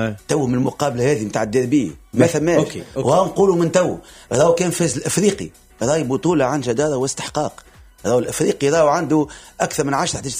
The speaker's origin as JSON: {"language": "Arabic", "region": "Sahel", "country": "Tunisia", "said": "راني أنا ساحلي لكن أنا تونسي"}